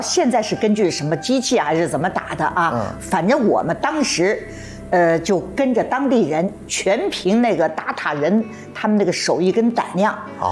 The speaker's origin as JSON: {"language": "Chinese", "region": "southern China", "country": "China", "said": "我们南方"}